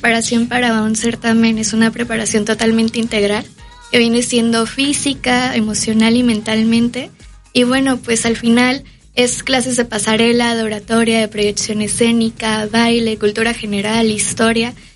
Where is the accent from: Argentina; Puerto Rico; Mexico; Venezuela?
Mexico; Veracruz; la mujer mexicana no solo es belleza, es inteligencia, propósito y fortaleza. Nosotras nos levantamos día a día para lograr nuestros sueños